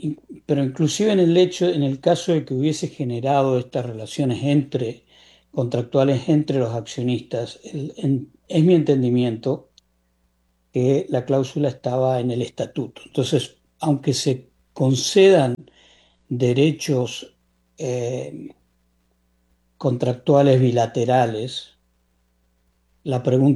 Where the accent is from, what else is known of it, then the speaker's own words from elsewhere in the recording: Argentina; Ahora ya hablando como argentino